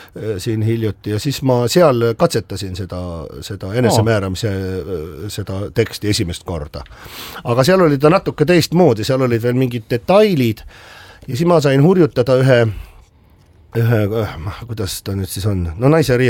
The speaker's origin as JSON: {"language": "Estonian", "region": "Harju County", "country": "Estonia", "tie": "born there", "said": "et ma olen ju seal Hiiu pubi vastas on Lillepoekane kohaline maja, see on minu sünnikodu seal."}